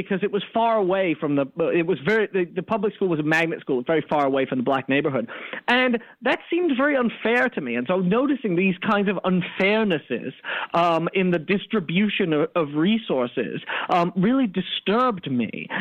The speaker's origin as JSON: {"language": "English", "town": "Sarasota", "region": "Florida", "country": "United States", "tie": "born or raised there", "said": "I grew up in Sarasota, Florida"}